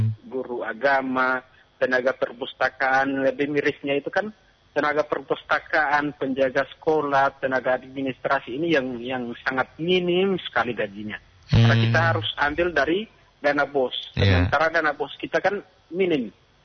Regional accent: Mulut Tabu, Indonesia; Jadi kebetulan juga saya juga kan asalnya dari desa Mulut Tabu, kemudian 100% itu di daerah terpencil di Waolo itu keluarga saya semua.

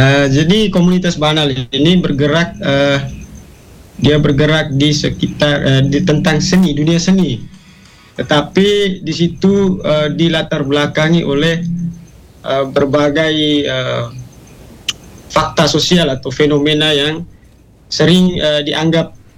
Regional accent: Lembata, East Nusa Tenggara, Indonesia; now in Maumere, Indonesia; Saya asli Lembata.

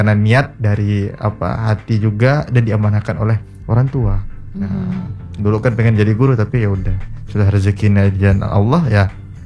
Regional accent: Sintang, West Kalimantan, Indonesia; Dan saya Kak, karena berasal dari Sintang lah ya, karena Sintang ini kan bahkan wilayah Kalimantan Barat ini Sintang termasuk regional 3T.

